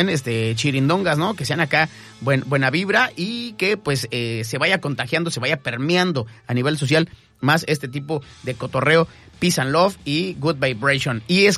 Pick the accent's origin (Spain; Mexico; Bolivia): Mexico